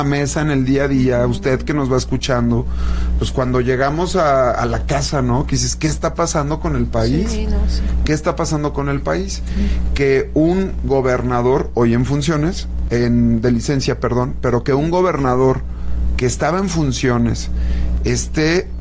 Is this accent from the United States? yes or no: no; Mexico